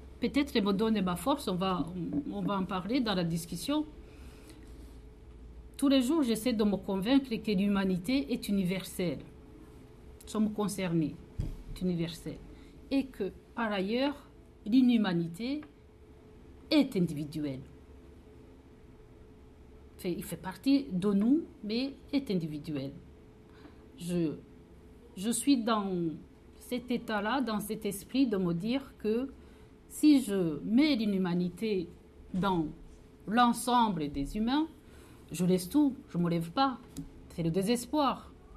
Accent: Rwanda; French is a second language; moved away

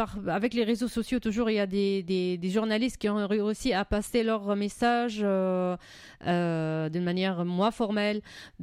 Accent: Syria; born there; moved away

